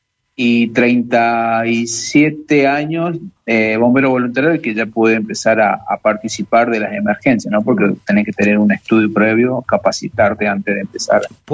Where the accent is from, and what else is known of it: Mendoza, Argentina; born there; now in Coronel Moldes, Argentina